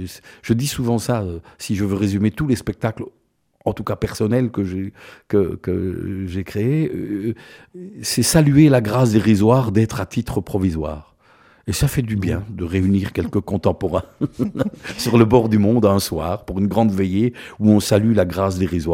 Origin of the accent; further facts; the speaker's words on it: Marloie, Wallonia, Belgium; à Marlois précisément, la terre de ma terre natale